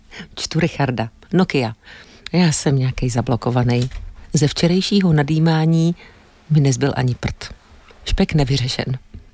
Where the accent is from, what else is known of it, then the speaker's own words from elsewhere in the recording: Brno, South Moravian Region, Czechia; Já jsem z Brna.